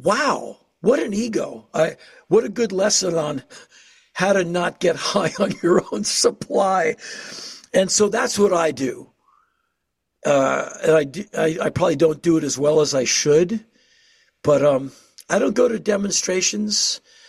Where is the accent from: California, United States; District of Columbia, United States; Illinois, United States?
District of Columbia, United States; Washington; now in Nashville, United States; I come from Washington, D.C., bordered by Maryland, Virginia. So I heard, "Hey, man," since I was five. And I hear a lot of, "Hey, man," in Nashville.